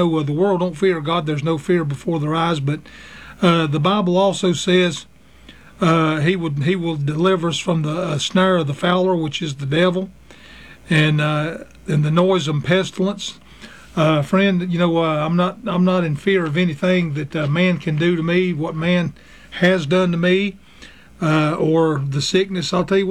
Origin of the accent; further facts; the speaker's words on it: the South, United States; I'm glad today that I was brought up in the South where I could say mom and daddy